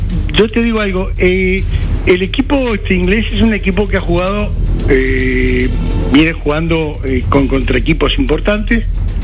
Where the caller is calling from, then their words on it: Uruguay; uruguayo.